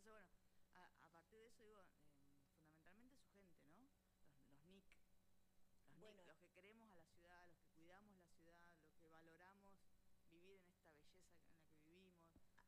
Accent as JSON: {"language": "Spanish", "region": "Neuquén", "country": "Argentina", "said": "soy de familia de primeros pobladores acá en Neuquén."}